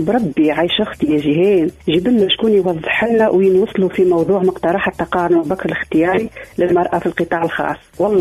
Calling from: Tunis Governorate, Tunisia; أنا نسكن في ابن سينا

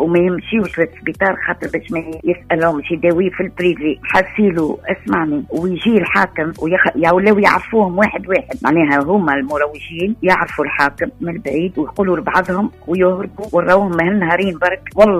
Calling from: Sousse, Sousse Governorate, Tunisia; أحنا في حومتنا هنا في سويسا

